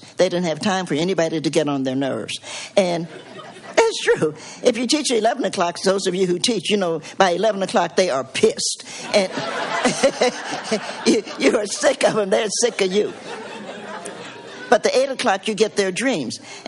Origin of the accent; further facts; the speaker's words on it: Appalachia, United States; aside from the fact that I'm an Appalachian, I'm a big fan of Appalachia.